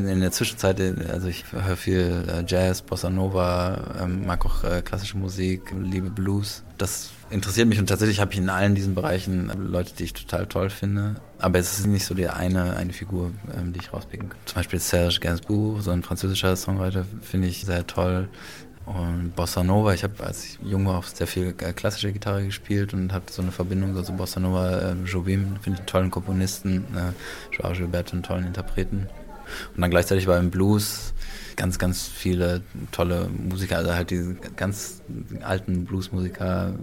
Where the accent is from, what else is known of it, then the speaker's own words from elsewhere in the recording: North Rhine-Westphalia, Germany; now in Berlin, Germany; Nee, ich bin in NRW aufgewachsen, bin jetzt aber schon mehr als 10 Jahre in Berlin. So langsam werde ich Berliner.